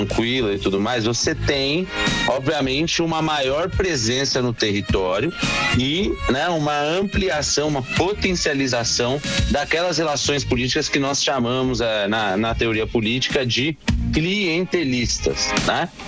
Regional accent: São Paulo, Brazil; o Rio de Janeiro, ele, se eu comparo com São Paulo de onde eu, com São Paulo de onde eu sou, a gente não tem essa Assembleia Legislativa tão movimentada como a do Rio de Janeiro

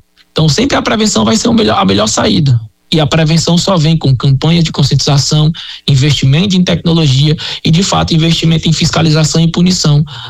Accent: Fortaleza, Ceará, Brazil; Eu vou falar aqui, eu sou natural de Fortaleza, tá?

